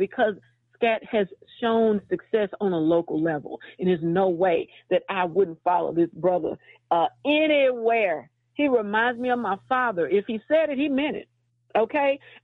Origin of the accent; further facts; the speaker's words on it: Greenville, Mississippi, United States; I'm from Washington County in Greenville here